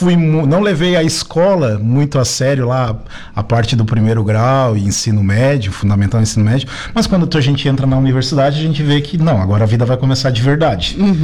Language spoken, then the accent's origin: Portuguese; Araranguá, Santa Catarina, Brazil; born there; also born or lived in Criciúma / Capão da Canoa; Não, nasci de manhã, de tarde estava em casa. Foi só local de nascimento, eu sempre morei aqui. Morei assim, eu morei um período da minha vida aqui. Ali até os 5, 6 anos, o meu pai foi para o Rio Grande do Sul, montou comércio.